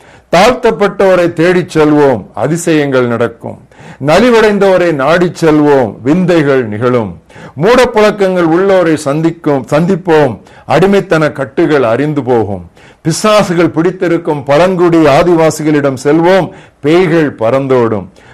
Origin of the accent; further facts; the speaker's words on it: Nazareth, Tamil Nadu, India; 2004 June மாதம் எனது சொந்த ஊராகிய நாசரேத்தில் உள்ள கிறிஸ்தவர்களுக்கு இந்த வசன அடிப்படையில் மிஷினரி சவால் கொடுத்து